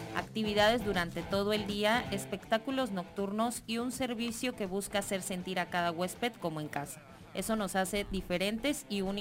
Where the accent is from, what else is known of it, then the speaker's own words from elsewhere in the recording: Oaxaca, Mexico; la hospitalidad que nos distingue como oaxaqueños también.